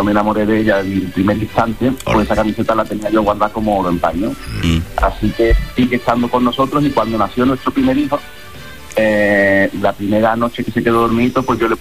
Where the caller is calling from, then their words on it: Matalascaña, Andalusia, Spain; Yo soy de Lapino, de Matalascaña.